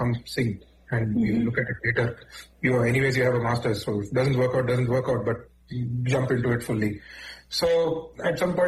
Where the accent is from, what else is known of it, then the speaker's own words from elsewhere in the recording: Mumbai, Maharashtra, India; now in Chennai, India; I grew up and I was born and raised in Mumbai.